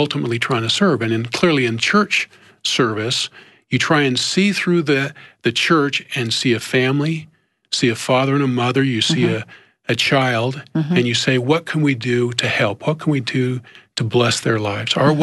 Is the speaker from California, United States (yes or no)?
yes; California, United States; And we had, where I grew up in California in my teen years, early morning seminary.